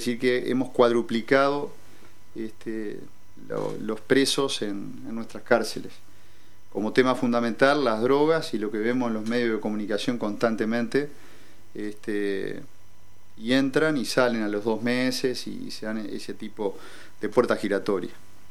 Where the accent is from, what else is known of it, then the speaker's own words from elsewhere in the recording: Tarariras, Colonia, Uruguay; born there; yo nací en Tarariras, lo digo con mucho orgullo, y maternamente mi familia … de Valdense, y orgullosamente mi padre nació de una familia muy humilde, del Quintón